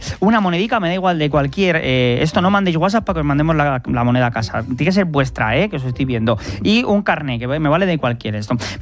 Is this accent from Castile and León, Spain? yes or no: yes; Tizneros, Castile and León, Spain; Yo soy de Tizneros, un pueblo de Segovia